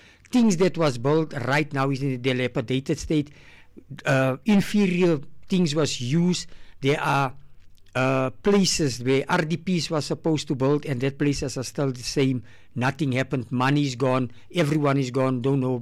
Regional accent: South Africa; When I grew up in the South Africa

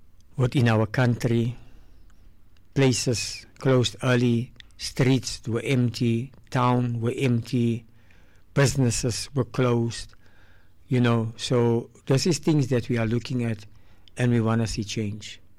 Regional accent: South Africa; I am proud to be an African man because I'm South African and I'm an African man.

